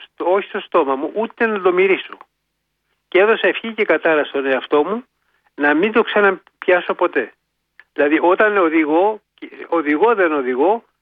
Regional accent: Peloponnese, Greece; που ήταν από το χωριό μου, ναι, από τη Μάνη

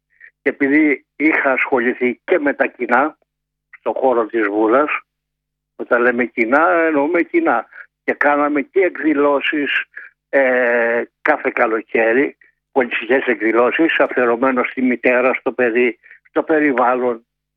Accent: Greece; υπήρχαν στο δικό μου το χωριό, την Απογυσή. Στο χωριό μου υπήρχαν 5 τζοπάλιδες με 2.500 τατσίκια.

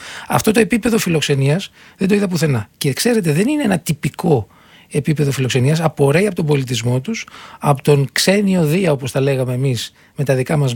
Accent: Greece

